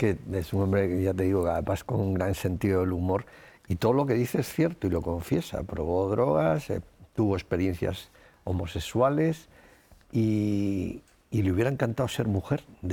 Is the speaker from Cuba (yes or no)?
no; Galicia, Spain; mi empeño estaba en arrancar en Galicia, ¿no? que es mi tierra. Y entonces me la tuvieron que traducir porque no soy capaz ni de leer, ni de escribir, ni de hablar gallego.